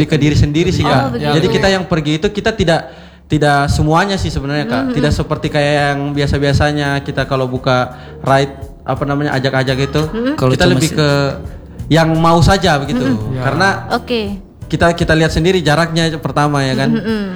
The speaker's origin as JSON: {"language": "Indonesian", "town": "Poso", "region": "Central Sulawesi", "country": "Indonesia", "moved": "yes", "lives_now": "Palu, Indonesia", "said": "saya kan perantau nih dari kota Poso, dari Kabupaten Poso."}